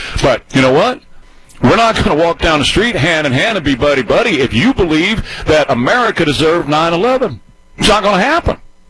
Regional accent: San Antonio, Texas, United States; Line 1, and Craig is calling from San Antonio, my hometown.

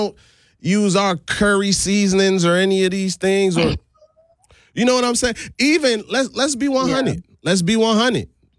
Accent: U.S. Virgin Islands; I grew up in the Virgin Islands. I was surrounded by Cubans, Puerto Ricans, Mexicans, people from all types of Latino countries where we exchange cultural experiences, right? I grew up in Hidden Valley.

